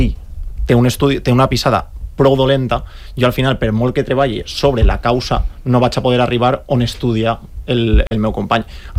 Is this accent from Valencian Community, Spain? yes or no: yes; Picanya, Valencian Community, Spain